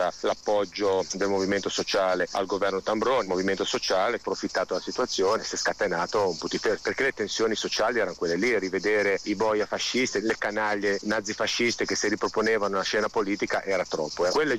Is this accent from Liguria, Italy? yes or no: yes; Genoa, Liguria, Italy; come genovesi